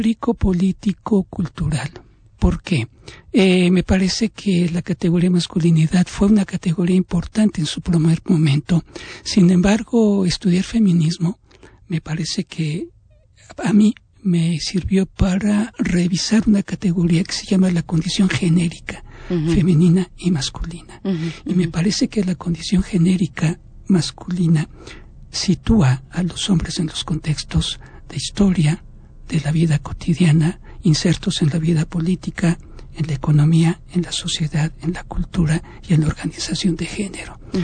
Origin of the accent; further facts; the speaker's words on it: Puebla, Mexico; Estudié en la Universidad Autónoma de Puebla. Soy de Puebla.